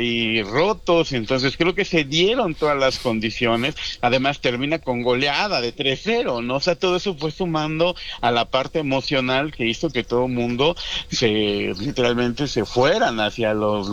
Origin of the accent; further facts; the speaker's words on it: Mexico; sentiremos un confort de todos nosotros como mexicanos.